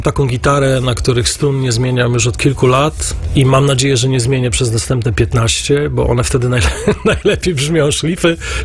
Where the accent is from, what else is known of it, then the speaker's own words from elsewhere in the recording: Silesian Voivodeship, Poland; ja pamiętam, że ponieważ jestem ze Śląska, bywałem czasami na dżemach.